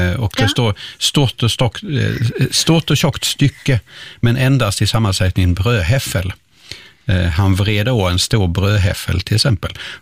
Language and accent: Swedish; Skåne, Sweden; accent: Scanian; I min skånska så betyder det en sticka